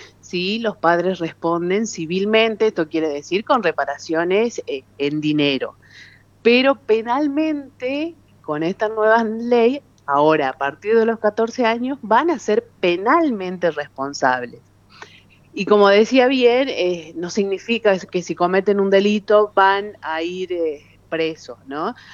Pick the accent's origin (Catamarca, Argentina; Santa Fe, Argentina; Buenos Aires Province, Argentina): Catamarca, Argentina